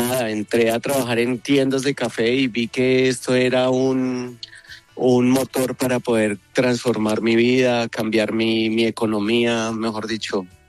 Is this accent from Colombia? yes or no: yes; Colombia